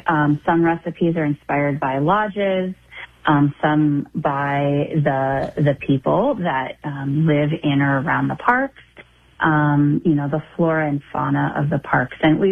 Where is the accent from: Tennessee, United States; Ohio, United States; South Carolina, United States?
Ohio, United States; moved away; I feel like I'm from Ohio originally